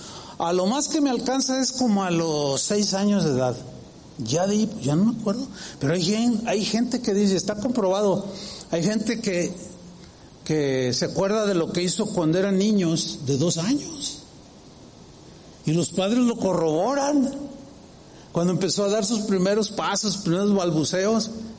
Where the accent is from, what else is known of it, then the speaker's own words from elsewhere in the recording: San Luis Potosí, Mexico; born there; moved away; en San Luis Potosí, donde yo nací. Pues no estoy allá.